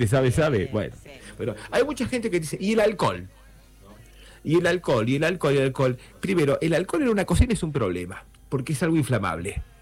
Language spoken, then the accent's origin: Spanish; Argentina; parece que no aprendemos como buenos argentinos y argentinas